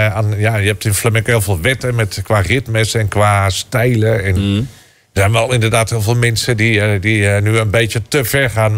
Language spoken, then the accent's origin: Dutch; Utrecht, Netherlands; Maar ik woonde in mijn jeugd in Utrecht. En ik had flink wat vrienden daar in de buurt, die Spanjaarden die daar woonden.